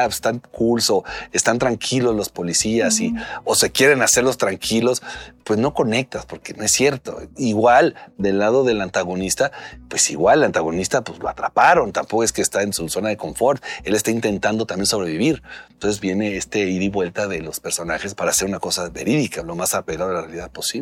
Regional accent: Mexico

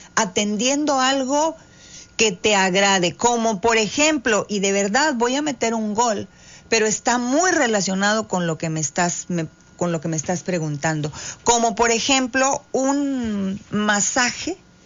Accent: Tamaulipas, Mexico; siguiendo este en vivo desde Ciudad Victoria, Tamaulipas, capital, Ciudad Victoria de nuestro estado Tamaulipas

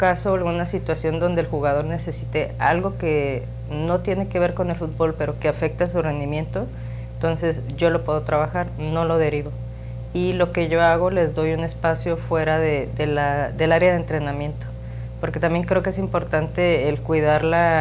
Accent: Guadalajara, Jalisco, Mexico; born there; now in Tamaulipas, Mexico; Soy de Guadalajara

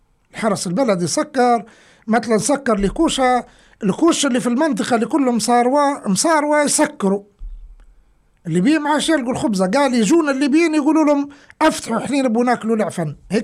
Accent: Libya; هو ليبي واني ليبي، اعطيني زيه.

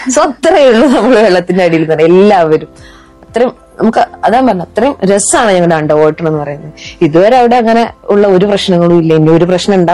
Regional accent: Pattambi, Kerala, India; born or raised there

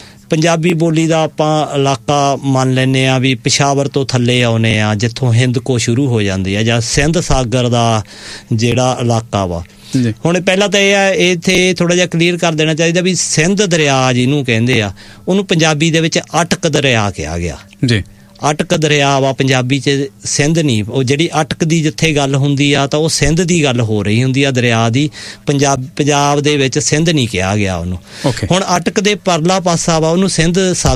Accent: Punjab, India

